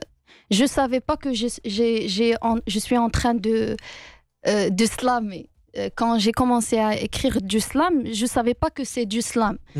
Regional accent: Fez, Fès-Meknès, Morocco; first language Darija; French is a second language; je suis marocaine. Je suis issue d'une famille modeste, très modeste. J'ai grandi dans un quartier populaire d'une dina qdima à Fès.

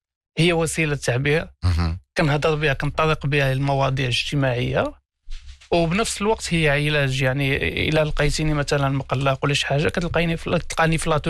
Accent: Morocco; هنا عندنا في المغرب

